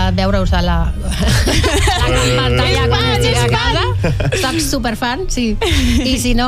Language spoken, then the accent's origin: Catalan; Germany; Catalan is a second language; moved away; soc alemanya, si no, bueno, si alguna vegada sentiu una paraula una mica rara, pot ser que sigui alemany.